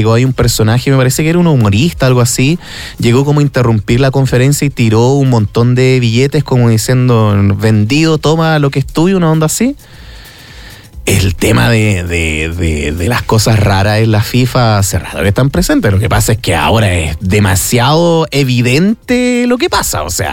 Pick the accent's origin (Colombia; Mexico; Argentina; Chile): Chile; como chileno, yo siempre ahí lo atesoro. Chileno, quizás no futbolero